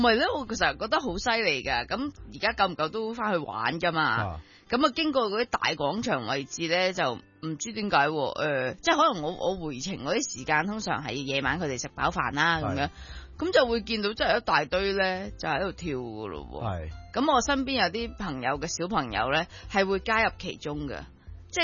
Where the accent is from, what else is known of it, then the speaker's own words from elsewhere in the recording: China; 廣場舞的誕生就是我們內地那裡都是經常都有的嘛，